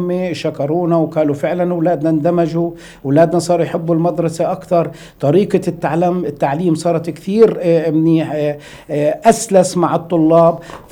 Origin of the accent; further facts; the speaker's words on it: Palestine; عندنا في فلسطين